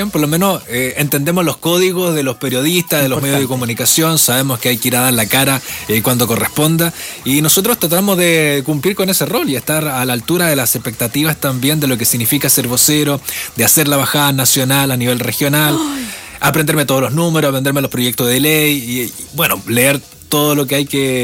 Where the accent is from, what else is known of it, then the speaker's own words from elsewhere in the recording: Canela, Coquimbo, Chile; now in La Serena, Chile; Sí, bueno, ahí crecí en Canela.